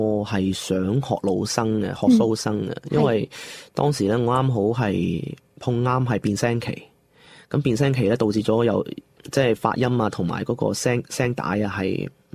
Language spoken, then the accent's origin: Cantonese; Guangzhou, Guangdong, China; first language Mandarin; Cantonese is a second language; 本身我屋企咧就系部队家庭嚟嘅，虽然我喺广州出世啦，但系我嘅第一语言可能都系普通话为主。